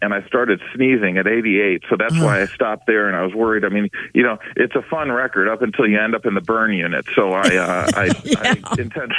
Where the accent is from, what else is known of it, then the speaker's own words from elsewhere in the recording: Cleveland, Ohio, United States; I also grew up in the Cleveland area